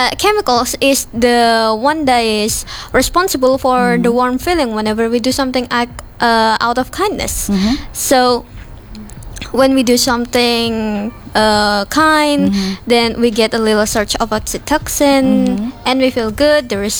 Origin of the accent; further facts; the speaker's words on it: Mantua, East Java, Indonesia; English is a second language; I'm from Mantua, Jember, and I'm going to start 11th grade.